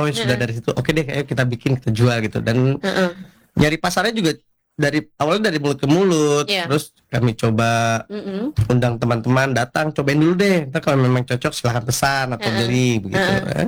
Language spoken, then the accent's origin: Indonesian; Jakarta, Indonesia; Kebetulan saya asli dari Jakarta.